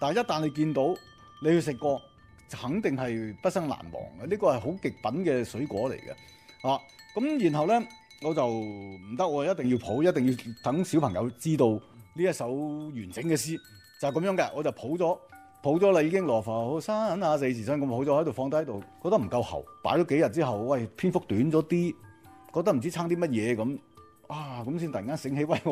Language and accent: Cantonese; Guangdong, China; 我哋广东人